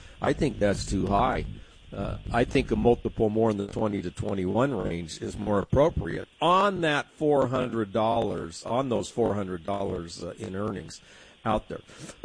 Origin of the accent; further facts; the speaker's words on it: San Diego, California, United States; accent: San Diego; Well, I don't have much of Vermont accent. I'm from Southern California with a San Diego accent, if there is such a thing.